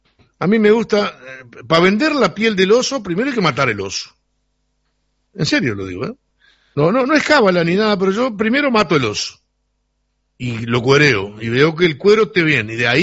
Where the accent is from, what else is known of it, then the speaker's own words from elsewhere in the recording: Uruguay; moved away; No me imagino viviendo en Sarandí de allí en otra casa que no fuera la que yo nací. Nací no, porque yo nací en el hospital, pero en la que me crié, la que se criaron mis hermanos. Esa es mi casa de Sarandí de allí.